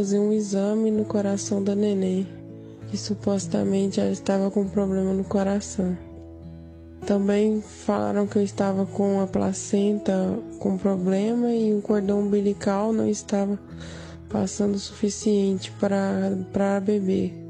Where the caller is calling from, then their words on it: Uberlândia, Minas Gerais, Brazil; eu falo de Uberlândia, Minas Gerais.